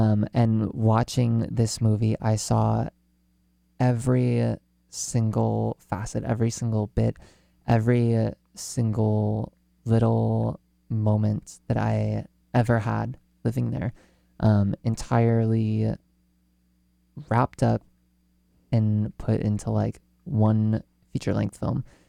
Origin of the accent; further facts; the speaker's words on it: California, United States; also born or lived in Virginia; I grew up in California. I lived here until 2019, and I moved to Virginia for 4 years. I did all of high school there.